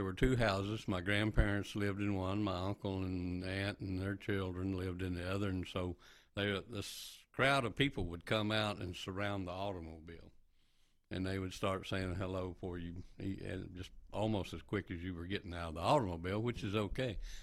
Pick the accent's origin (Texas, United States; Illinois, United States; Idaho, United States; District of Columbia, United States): Texas, United States; Lubbock; And so we lived about 2.5 hour drive in Lubbock from the ranch there on the Pease River in Cottle County.